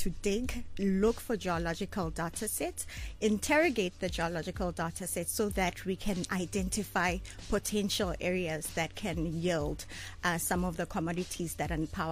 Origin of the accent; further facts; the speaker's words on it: Soshanguve, Gauteng, South Africa; also born or lived in Winterveld; I'm from Soshanguve. I grew up in Soshanguve.